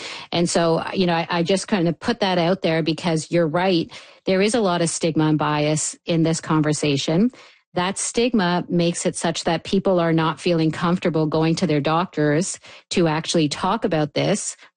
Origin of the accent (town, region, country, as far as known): Canada